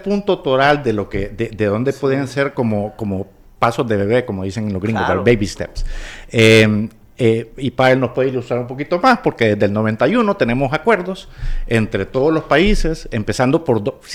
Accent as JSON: {"language": "Spanish", "country": "Honduras", "said": "realmente somos hondureños trabajando para líneas aéreas internacionales."}